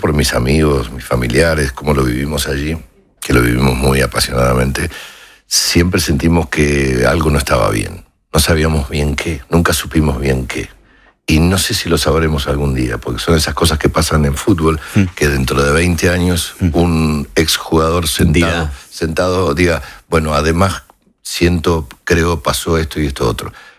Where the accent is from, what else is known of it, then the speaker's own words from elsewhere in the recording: Argentina; Bien, bien, como somos los argentinos.